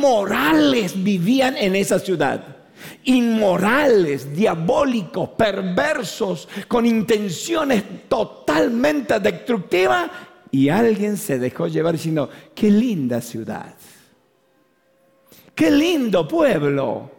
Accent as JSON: {"language": "Spanish", "region": "Mendoza", "country": "Argentina", "said": "Por eso amo mi tierra. Amo esta Argentina, Mendoza en particular, la colonia."}